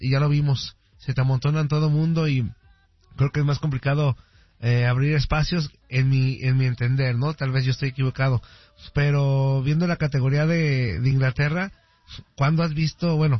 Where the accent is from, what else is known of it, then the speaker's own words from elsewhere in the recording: Mexico; Pero sí, yo como aficionado, no te lo digo como mexicano, te lo digo como aficionado, quedé satisfecho